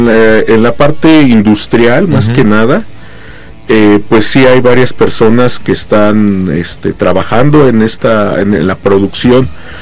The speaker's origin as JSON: {"language": "Spanish", "region": "Querétaro", "country": "Mexico", "said": "somos queretanos y todo el apoyo. Y muy orgullosos y todo el apoyo que nos han dado."}